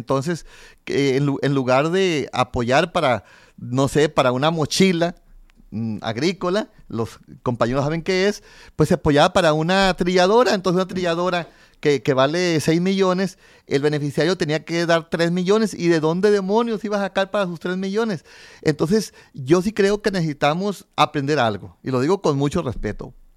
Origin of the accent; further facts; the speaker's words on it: Mexico; nosotros somos Estados Unidos mexicanos